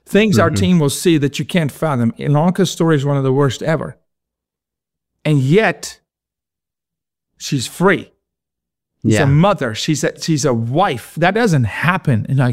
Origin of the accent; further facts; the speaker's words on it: Johannesburg, Gauteng, South Africa; I'm from the what's called the East Rand. So think of the Bronx, because I'm from Johannesburg.